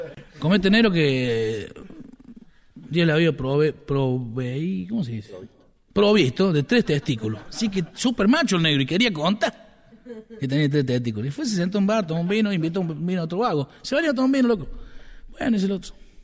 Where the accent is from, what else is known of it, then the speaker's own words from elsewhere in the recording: San Francisco, Córdoba, Argentina; yo soy de San Francisco, ¿no? No California, acá.